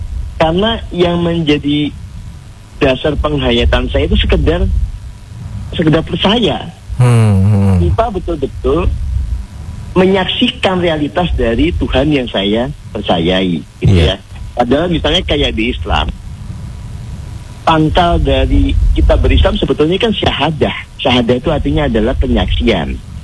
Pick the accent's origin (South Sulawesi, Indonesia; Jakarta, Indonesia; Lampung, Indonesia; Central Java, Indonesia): Central Java, Indonesia; Magelang; also born or lived in Cirebon / Bali; Jadi kan saya ini masa kecil itu dulu pernah di Kota Magelang, Bung Sabil. Kemudian juga pernah di Cirebon, pernah di Bali ya.